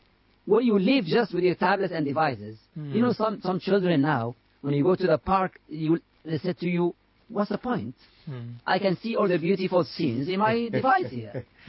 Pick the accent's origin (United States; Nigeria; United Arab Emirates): United Arab Emirates; I grew up in Emirates, not in Mauritania.